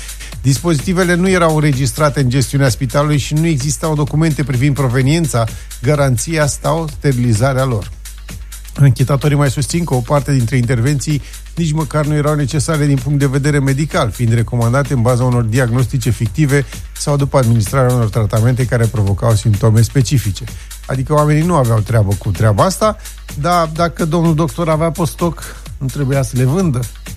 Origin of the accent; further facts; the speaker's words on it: Romania; Că suntem români